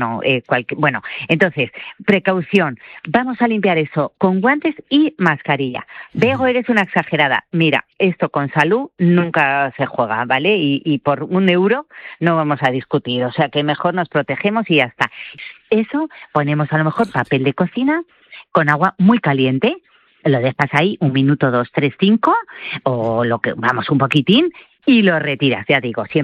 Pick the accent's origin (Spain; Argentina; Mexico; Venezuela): Spain; De la Vera, por supuesto que para eso somos españoles y vamos a tirar a nuestra tierra.